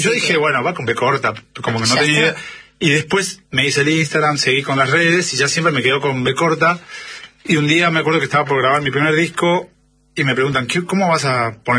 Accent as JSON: {"language": "Spanish", "region": "Salta", "country": "Argentina", "tie": "born there", "accent": "Salta", "said": "Y yo, orgulloso, digo, se me nota la tonada, de Salta, ¿no? Nací en Salta"}